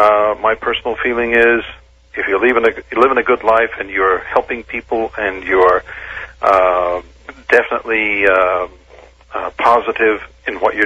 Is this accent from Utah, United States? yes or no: yes; Salt Lake City, Utah, United States; By the way, that's my hometown. That's where I was born, was in Salt Lake City, Utah.